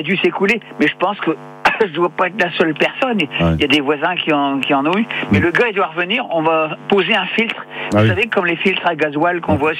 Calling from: Bourgogne-Franche-Comté, France; Moi, je suis pas près de Dijon, hein. Je suis plutôt près de Lons-le-Saunier, à côté du Jura.

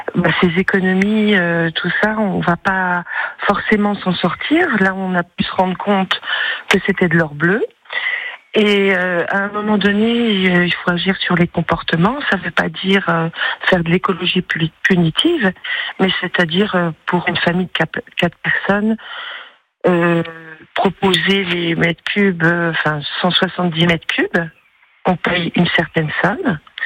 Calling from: Grand Est, France; pas de votre région, mais de Lorraine.

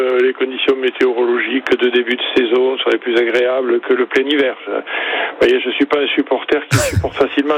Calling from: Montpellier, Occitanie, France; Je suis à Montpellier, oui, effectivement.

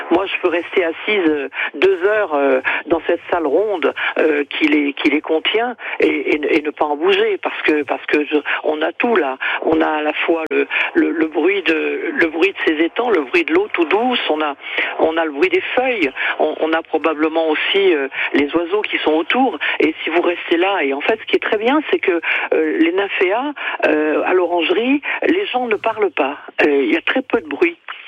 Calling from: Corbère, Occitanie, France; je suis à Corbert.

